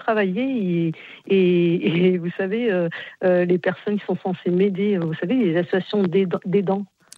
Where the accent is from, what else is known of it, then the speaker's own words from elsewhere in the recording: France; born there; now in Viriat, France; Moi, je suis née en France.